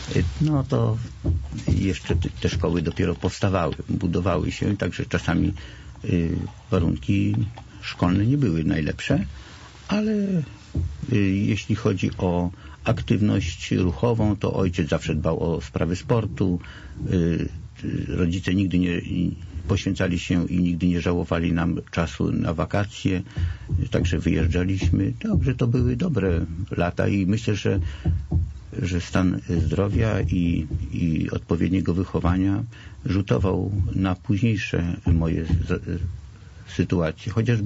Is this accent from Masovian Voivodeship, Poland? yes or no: yes; Warsaw, Masovian Voivodeship, Poland; Warszawa. Cały czas urodziłem się i mieszkałem w Warszawie.